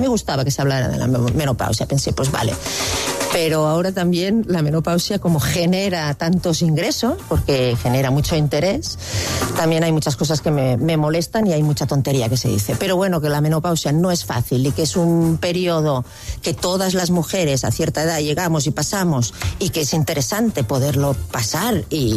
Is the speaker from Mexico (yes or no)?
no; Catalonia, Spain; es porque yo dije que como catalán no había pareja... No, esto dije. No había pareja más catalana que la nuestra, dije.